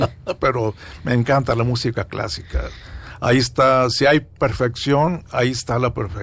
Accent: Mexico; Como mexicano que soy, entiendo el concepto.

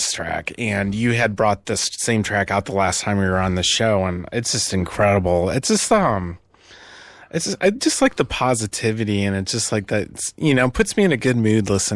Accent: Michigan, United States; now in Los Angeles, United States; And I grew up in the Midwest, you know, in the middle of nowhere.

